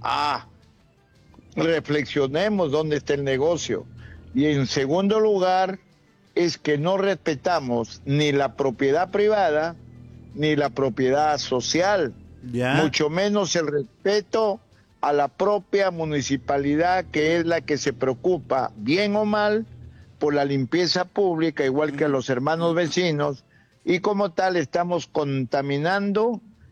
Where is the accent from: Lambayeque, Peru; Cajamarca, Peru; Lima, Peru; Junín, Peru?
Lambayeque, Peru; Monsefú; yo que vivo en mi pueblo de Monsebú, visítelo, mil colores